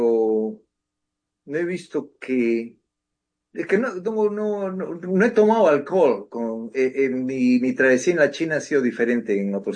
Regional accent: Peru; yo soy peruano.

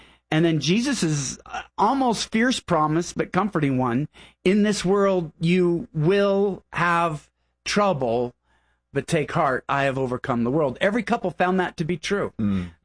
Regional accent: Pacific Northwest, United States; We're from Pacific Northwest. The thought of a hurricane is terrible.

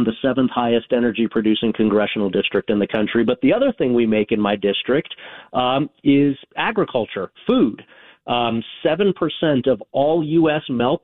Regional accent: Colorado, United States; I was born and raised in Colorado, so I grew up hearing that song.

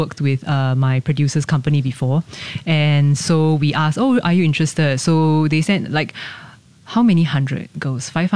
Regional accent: Singapore; moved away; growing up in Singapore, I think is extremely unique.

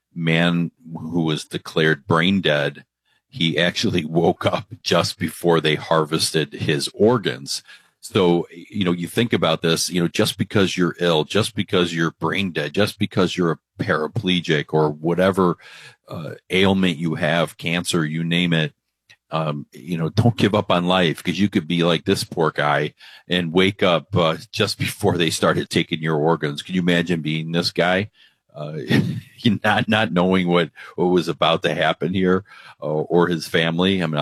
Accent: Cleveland, Ohio, United States

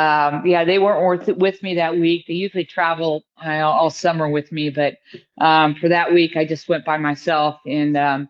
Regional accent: United States; as an American

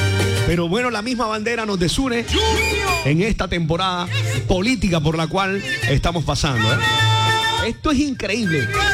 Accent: Colombia; Goles que celebramos como colombianos

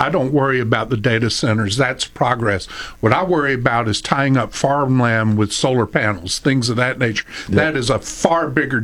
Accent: Georgia, United States; my hometown in Georgia

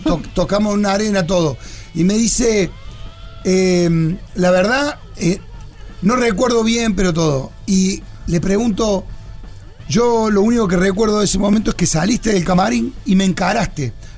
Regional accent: Argentina; Nosotros somos de Argentina.

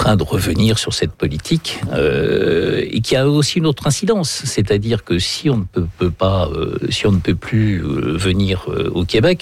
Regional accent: France; now in Canada; je suis ambassadeur de France au Canada. Je ne suis pas là pour aider mes compatriotes à venir s'installer au Canada.

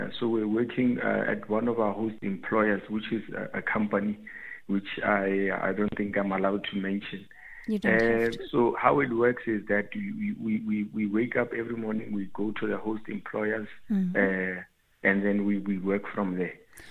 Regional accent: South Africa; also born or lived in Polokwane; Originally I'm from Jenkfest.

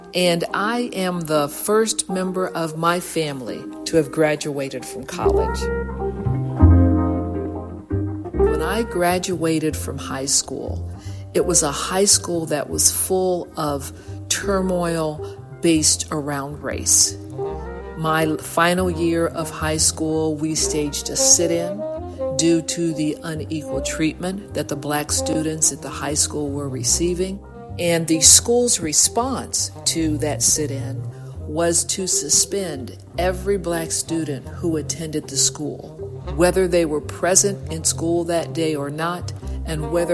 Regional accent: Wilberforce, Ohio, United States; I was a local, as I grew up in Wilberforce, Ohio

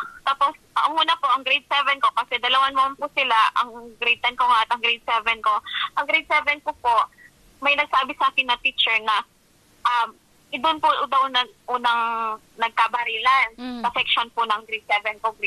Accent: Central Luzon, Philippines; Kasi tubong Pampanga po talaga kami. Kapampangan po kami, purong Kapampangan. Talaga Pampanga po kami. Dito po kami naghanap buhay

